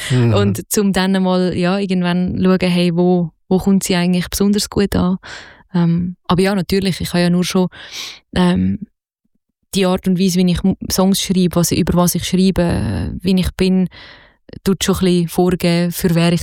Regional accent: Zurich, Switzerland; Also natürlich, ich meine, ich bin aus Zürich, aber ich glaube grundsätzlich, also ich höre ja auch Mundart von mit anderem Dialekt und fühle mich angesprochen.

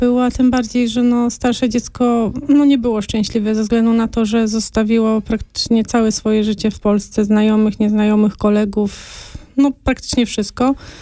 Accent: Toruń, Kuyavian-Pomeranian Voivodeship, Poland; moved away as an adult; Jestem z wykształcenia florystą. Jestem z Torunia. Prowadziłam, no, rok, półtora swoją kwiaciarnię w Toruniu.

